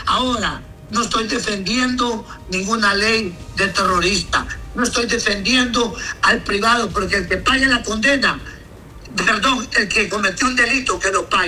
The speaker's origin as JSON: {"language": "Spanish", "country": "Honduras", "said": "yo soy hondureño, ¿me entiendes? Y aparte de eso, yo amo mi nación de Honduras"}